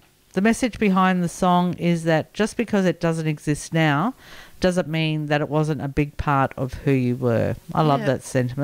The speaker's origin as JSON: {"language": "English", "town": "Brisbane", "region": "Queensland", "country": "Australia", "tie": "born or raised there", "said": "the suburb I was in, New Farm, like, that was, it was, because I'm of Italian heritage, like, that's where all the Italians lived."}